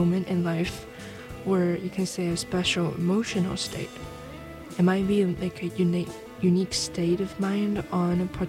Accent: China

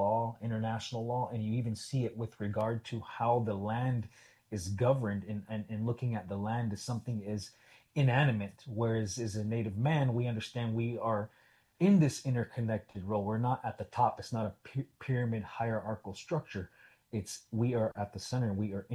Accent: Salt River, Arizona, United States; born or raised there

